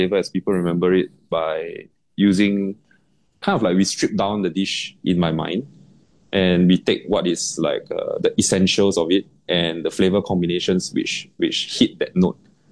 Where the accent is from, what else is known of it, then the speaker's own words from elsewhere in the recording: Singapore; So as a Singaporean, we have, in our daily lives, we see things from all over the world and we kind of like reinterpret them and it becomes Singaporean